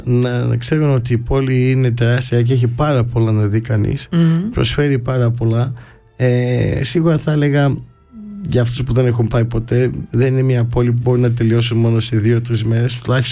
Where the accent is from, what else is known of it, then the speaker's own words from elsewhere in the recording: Istanbul, Turkey; Σαν Έλληνας της πόλης χαίρομαι σε αυτό